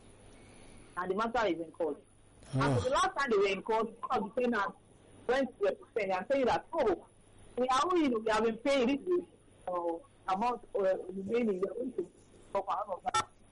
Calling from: Kirikiri, Lagos, Nigeria; I'm calling from Kirikiri.

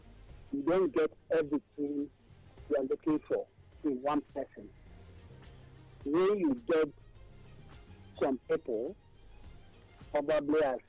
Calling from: Ikotun, Lagos, Nigeria; I'm calling from Abaranja in Ikoti.

